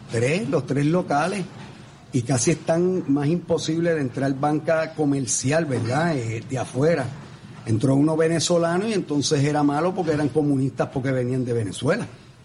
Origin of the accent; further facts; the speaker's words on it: Puerto Rico; yo me siento puertorriqueño en Puerto Rico